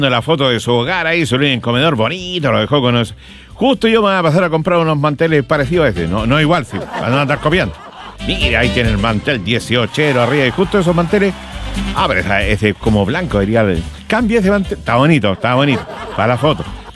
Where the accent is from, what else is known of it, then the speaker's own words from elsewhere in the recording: Chile; si usted sabe cómo somos los chilenos.